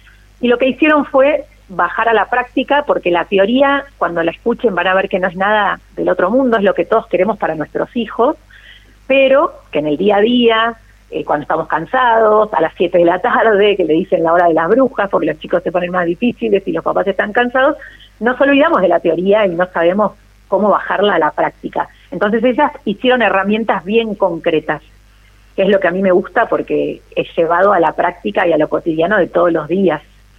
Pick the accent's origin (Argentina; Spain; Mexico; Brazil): Argentina; Buenos Aires; yo soy de Capital Federal, de Buenos Aires, vivo acá en el centro con mi marido